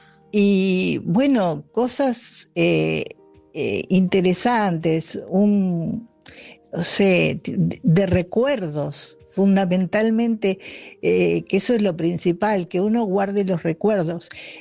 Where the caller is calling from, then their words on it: Longchamps, Buenos Aires Province, Argentina; de Longchamps.